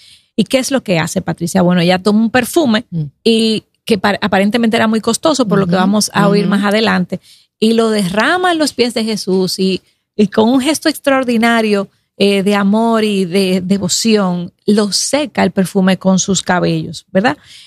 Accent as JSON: {"language": "Spanish", "town": "San Francisco de Macorís", "region": "Duarte", "country": "Dominican Republic", "tie": "born or raised there", "moved": "as an adult", "said": "mucha gente en San Francisco de Macorís, que es el pueblo donde yo nací y me crié, ajá, hasta el momento de la universidad"}